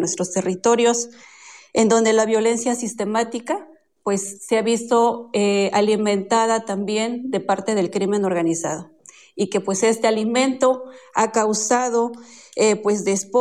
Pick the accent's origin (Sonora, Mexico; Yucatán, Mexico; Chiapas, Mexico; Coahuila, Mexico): Chiapas, Mexico; Chanal; soy maya tzeltal, originaria del municipio de Chanal, en el estado de Chiapas.